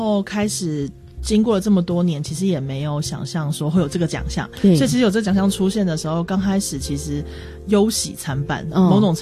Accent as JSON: {"language": "Chinese", "region": "Taitung County", "country": "Taiwan", "said": "就是对对对，其实我是台东人，所以我其实是不小心"}